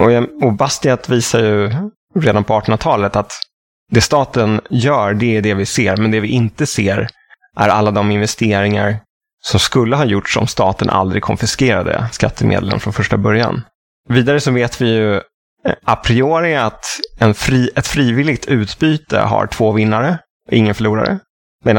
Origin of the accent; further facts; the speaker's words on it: Austria; Men som österrikare så är man ju starkt förankrad i logik och logiska resonemang.